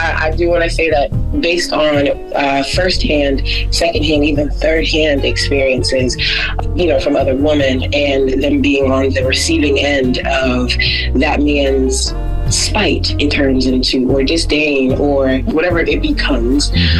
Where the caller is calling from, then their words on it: New York, United States; I'm from Brooklyn.